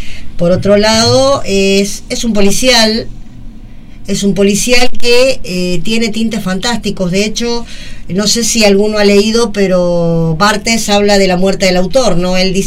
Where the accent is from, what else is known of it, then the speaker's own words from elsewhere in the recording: Virrey del Pino, Buenos Aires Province, Argentina; soy de La Matanza, de Virrey del Pino, soy escritora, soy docente